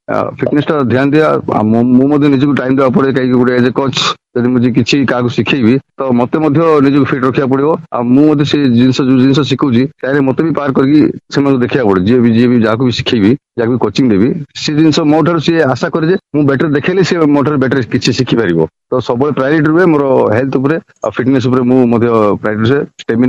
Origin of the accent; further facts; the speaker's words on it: Jeypore, Odisha, India; ମୁଁ କହିଲି ଦେଖିଥିଲା ମୁଁ କୋରାପୁଟ ଜୟପୁରର